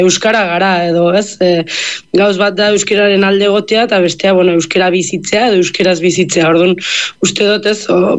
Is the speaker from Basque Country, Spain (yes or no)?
no; Leitza, Navarre, Spain